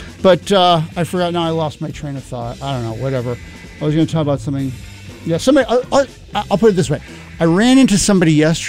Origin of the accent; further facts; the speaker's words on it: Glastonbury, Connecticut, United States; moved away; my hometown, which used to be this sort of, you know, pinky out, very staid, very quiet, under the radar, but somewhat overt and covert at the same time, racism and anti-Semitism, and very waspy